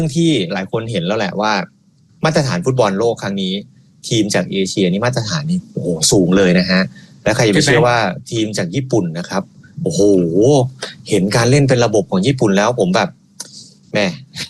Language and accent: Thai; Bangkok, Thailand; ถึงแม้ผมจะเป็นคนกรุงเทพ